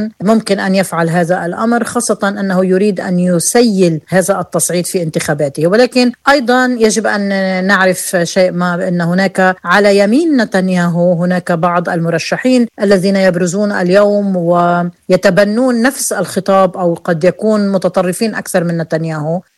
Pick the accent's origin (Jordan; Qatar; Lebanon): Lebanon; لبنان شأن أبينا كلبنانيين، نحن جزء من مشروع إقليمي كبير